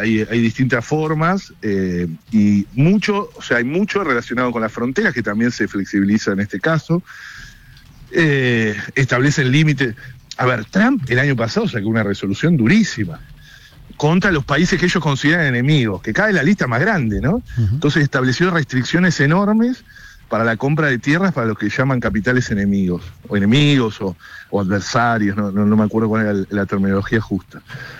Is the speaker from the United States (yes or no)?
no; Argentina